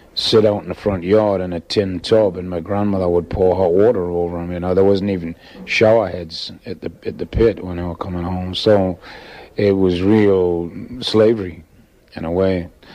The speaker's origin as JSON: {"language": "English", "town": "Newcastle upon Tyne", "region": "North East England", "country": "United Kingdom", "tie": "born or raised there", "moved": "yes", "said": "I have really fond memories of my hometown and my relatives, especially my grandparents. And it was a great place to grow, a great town to grow up in."}